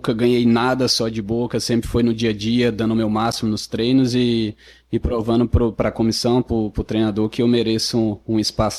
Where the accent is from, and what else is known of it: Sobral, Ceará, Brazil; born or raised there; also born or lived in Rio de Janeiro